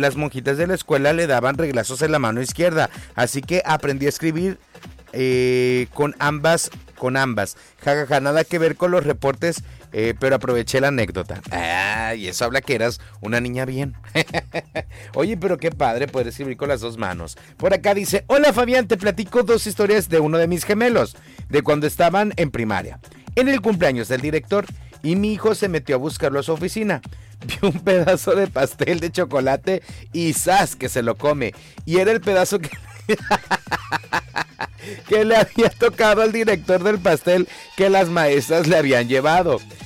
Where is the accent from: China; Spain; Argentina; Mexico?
Mexico